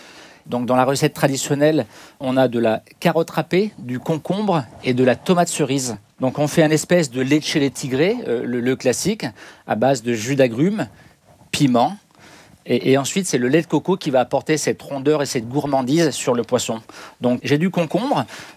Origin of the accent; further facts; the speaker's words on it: Auvergne-Rhône-Alpes, France; Je suis originaire d'Auvergne